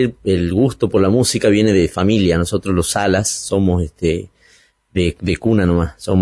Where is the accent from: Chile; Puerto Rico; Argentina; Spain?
Argentina; Lote 8, Formosa; now in Ingeniero Juárez, Argentina; Yo soy del lote 8, criado en lote 8 en un pueblito del interior de Formosa, en el departamento Ramón Lista, y acerenciado en Ingeniero Juárez.